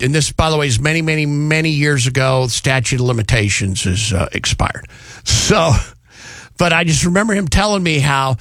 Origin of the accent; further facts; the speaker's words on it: Dallas, Texas, United States; moved away; when I was a little kid, one of the things that we would do growing up in Texas, I would go to White Rock Lake. White Rock Lake is not a very big lake in the Dallas area